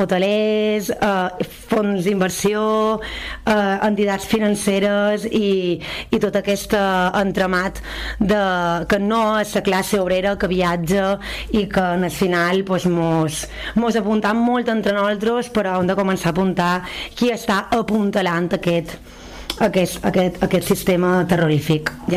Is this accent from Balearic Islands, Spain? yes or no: yes; Balearic Islands, Spain; Jo, com a mallorquina, òbviament estic molt farta de la turistificació massiva